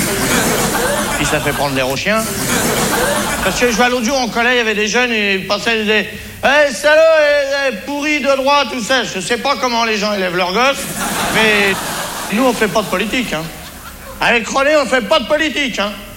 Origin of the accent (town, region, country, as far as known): France